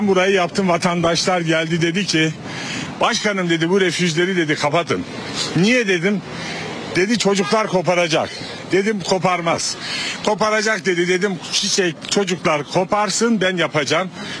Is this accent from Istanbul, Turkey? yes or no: no; Şırnak, Şırnak Province, Turkey; Siyah ve beyaz kadar farklı. Bak ne kadar güzel memleketim ya.